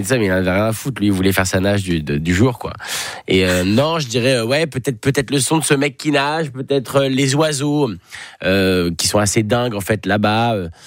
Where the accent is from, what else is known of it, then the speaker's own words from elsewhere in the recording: Paris, Île-de-France, France; j'ai grandi à Paris, donc vivre près de la Seine, ça a rien à voir.